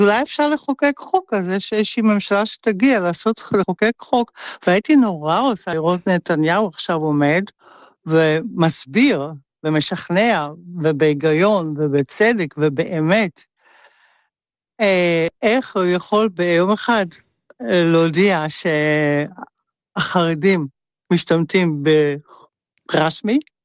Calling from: Netherlands; אני מדברת מהולנד.

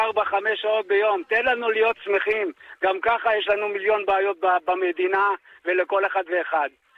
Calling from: Tel Aviv, Tel Aviv District, Israel

